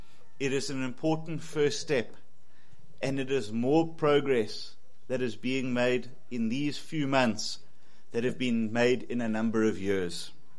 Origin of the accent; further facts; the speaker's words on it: KwaZulu-Natal, South Africa; I come from KwaZulu-Natal